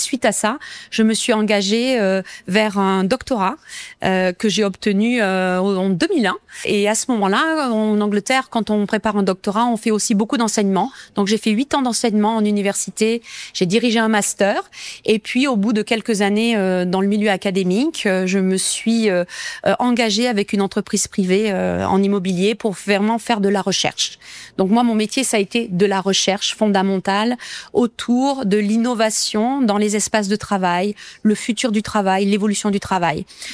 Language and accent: French; Nouvelle-Aquitaine, France; Je suis originaire de Limeira, à côté de Thenon.